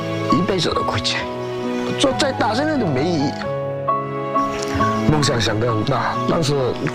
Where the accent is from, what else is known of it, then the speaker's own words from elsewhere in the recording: Chaoshan, Guangdong, China; moved away as an adult; 像我们潮汕人啊